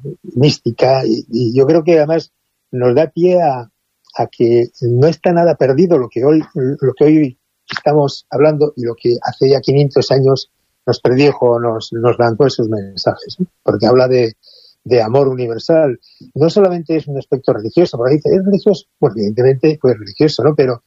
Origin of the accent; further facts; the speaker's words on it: Bilbao, Basque Country, Spain; yo soy de Bilbao